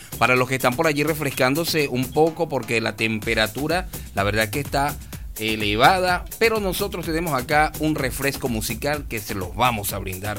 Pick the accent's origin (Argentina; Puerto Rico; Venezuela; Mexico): Venezuela